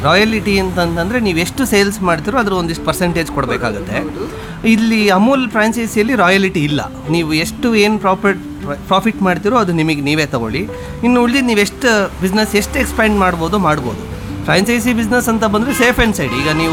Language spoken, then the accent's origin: Kannada; Shivamogga, Karnataka, India; ನಾನು ಶಿವಮೊಗ್ಗದವನೇ. ನಾನು ಇಲ್ಲಿ ಜೆ ಎನ್ ಎನ್ ಸಿಯಲ್ಲಿ ಮೆಕ್ಯಾನಿಕಲ್ ಇಂಜಿನಿಯರಿಂಗ್ ಮಾಡಿ